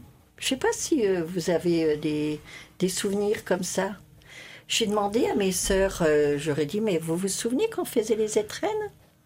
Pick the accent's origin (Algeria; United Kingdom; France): France; Grand Est; Mais moi, je suis une pure Lorraine.